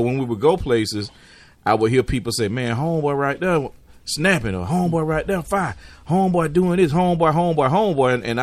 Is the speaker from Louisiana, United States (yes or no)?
no; Griffin, Georgia, United States; From Griffin, Georgia. Born and raised from Griffin, Georgia. Grip Town City, USA.